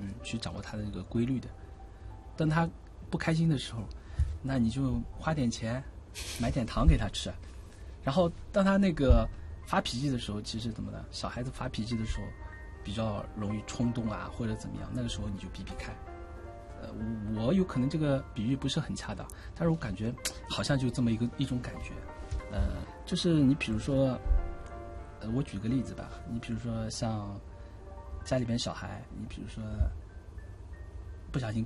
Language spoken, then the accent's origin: Chinese; Shanghai, China; accent: Shanghainese; 我说上海话的时候也经常不会愣住